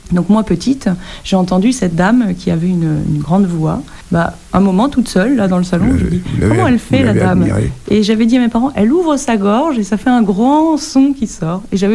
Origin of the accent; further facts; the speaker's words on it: Normandy, France; Je suis originaire de Normandie.